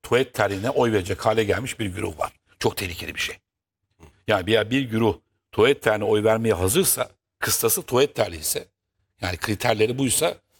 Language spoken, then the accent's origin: Turkish; Istanbul, Turkey; Doğma büyüme İstanbul olarak.